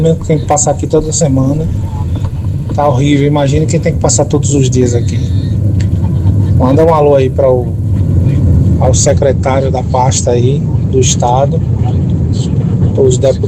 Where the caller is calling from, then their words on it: Inhambupe, Bahia, Brazil; Eu sou de Iambupe